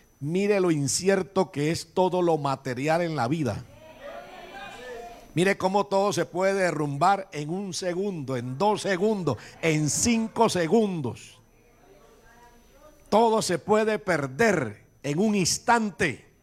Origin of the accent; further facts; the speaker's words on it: Barrancabermeja, Santander, Colombia; en Barranca, mi tierra